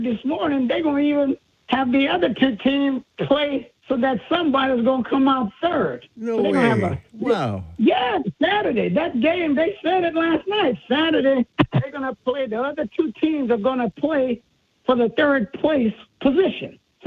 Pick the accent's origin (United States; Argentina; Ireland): United States; Louisiana; I'm from Louisiana.